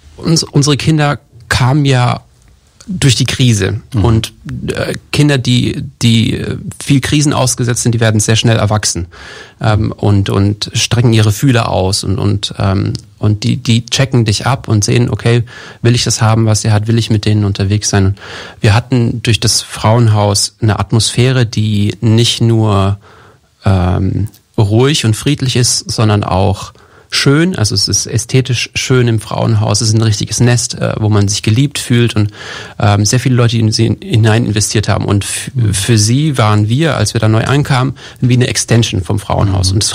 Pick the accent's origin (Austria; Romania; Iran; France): Romania; moved away; also born or lived in Lörrach, Germany / Basel, Switzerland; Genau, also wir kommen aus Rumänien. Wir haben den Hintergrund dort